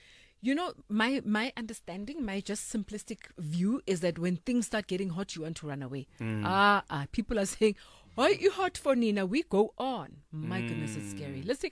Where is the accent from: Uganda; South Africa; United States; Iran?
South Africa